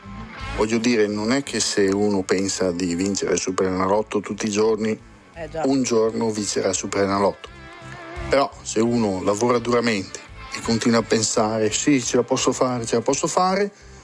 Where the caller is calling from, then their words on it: Verona, Veneto, Italy; da Verona.